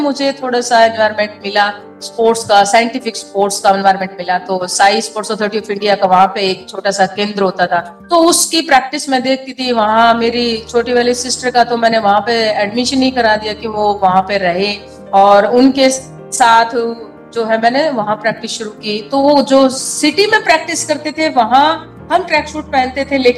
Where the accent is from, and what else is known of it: Haryana, India; born or raised there